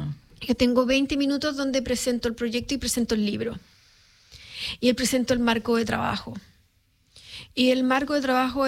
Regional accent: Chile; en Chile tenemos un árbol que se llama el litre, que por de donde yo vengo, yo tenía que saludar al señor litre.

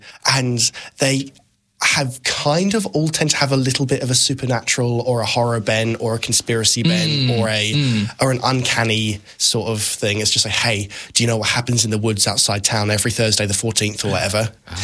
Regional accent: England, United Kingdom; moved away; I'm from England

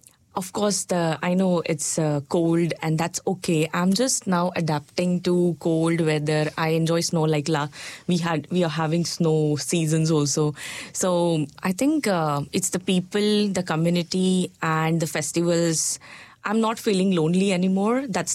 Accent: Mumbai, Maharashtra, India; moved away as an adult; now in Dunedin, New Zealand; I'm from Mumbai.

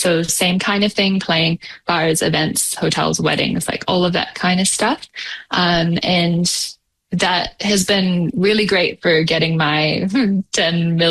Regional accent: New Zealand; now in England; Yeah, so I grew up in New Zealand. Mom and dad still live there. The whole family still live in New Zealand.

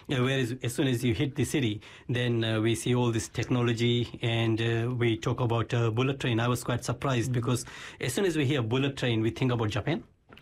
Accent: Fiji; I'm struggling with even Maori names, though I'm from Fiji, I'm supposed to learn it quickly. But thankfully, I was quite good with the Fijian names back at home.

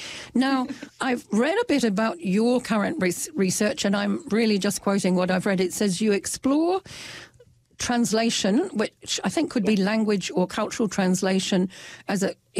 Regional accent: England, United Kingdom; accent: English; now in Dunedin, New Zealand; I've got an English accent

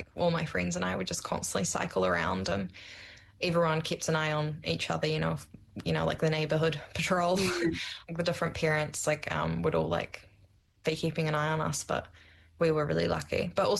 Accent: Amsterdam, North Holland, Netherlands; English is a second language; moved away; yeah, I am from Holland and yeah.

